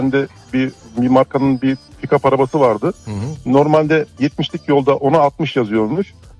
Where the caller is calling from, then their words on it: Antalya, Turkey; Antalya'dan.